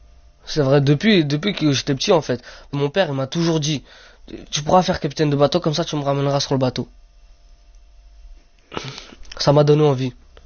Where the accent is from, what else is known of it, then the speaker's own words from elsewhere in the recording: Romania; now in France; moi, en Roumanie, quand j'allais à l'école, je me demandais pas si j'étais Rome ou j'étais Roumain.